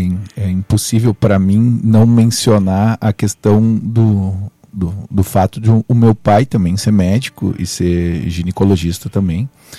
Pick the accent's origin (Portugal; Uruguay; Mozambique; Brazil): Brazil; born or raised there